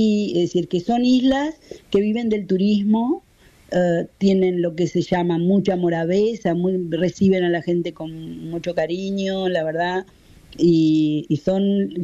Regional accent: Ensenada, Buenos Aires Province, Argentina; now in Cape Verde; ahí en Ensenada, de donde yo soy

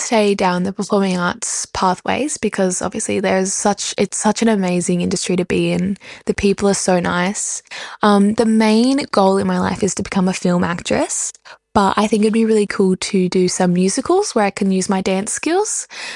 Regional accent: Moree, New South Wales, Australia; they'd ask me where I was from, assuming I was from Sydney, and I'd be like, Moree

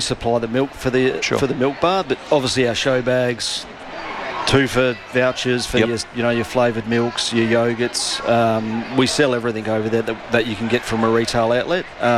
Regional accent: Adelaide, South Australia, Australia; I was born and bred in Adelaide.

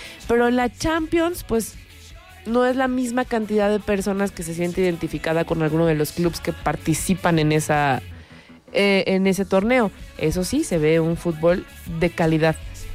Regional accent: Mexico

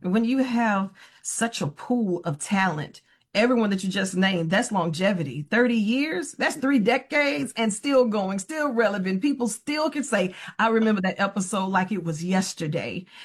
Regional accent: Louisiana, United States; Louisiana. Deep down south.

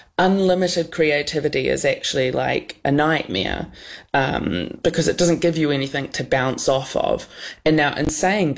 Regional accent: New Zealand

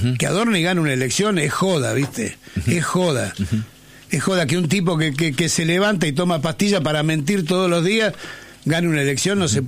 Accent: Argentina; ¿Por qué somos así los argentinos?

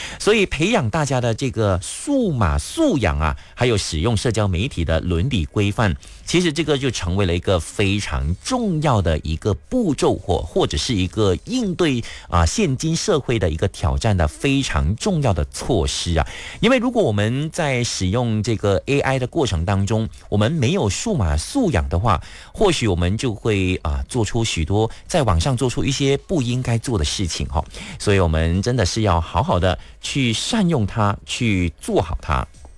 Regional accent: Malaysia; 身为马来西亚人，我们有哪一些义务还有责任是可以帮助国家持续前进的

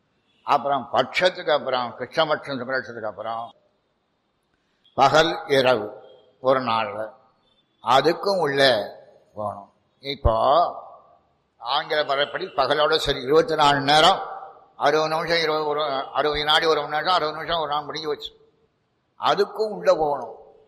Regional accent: Tirunelveli, Tamil Nadu, India; உங்களுக்கு எந்த ஊர் சாமின்னு கேட்டான். திருநெல்வேலி.

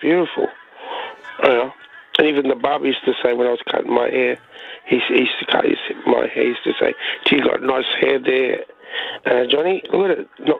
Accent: Victoria, Australia; growing up in Victoria in the late 60s.

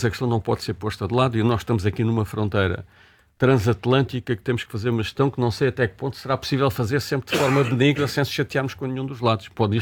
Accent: Alcácer do Sal, Setúbal, Portugal

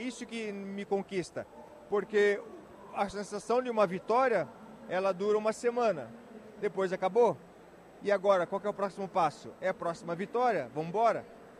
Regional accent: Joinville, Santa Catarina, Brazil; moved away; Nascido e criado em Joinville, gente.

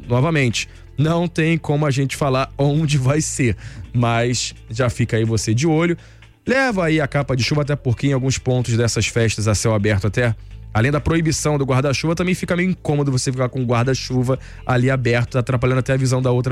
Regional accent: Nilópolis, Rio de Janeiro, Brazil; lá na minha terrinha em Nilópolis.

